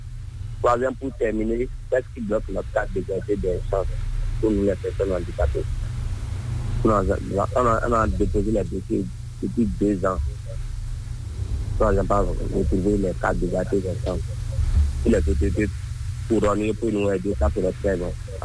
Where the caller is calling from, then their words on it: Ouidah, Atlantique, Benin; Ça va très bien chez nous, à Ouida.